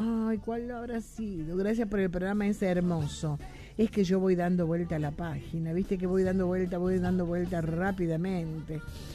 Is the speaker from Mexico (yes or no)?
no; Tucumán, Argentina; No, ya empezamos mal, prima, si somos tucumanos, prima tiene que ser.